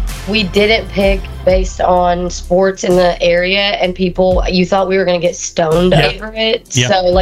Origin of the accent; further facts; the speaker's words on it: Alabama, United States; we're from Alabama, so we understand that if we asked them to wear orange in our hometown for Auburn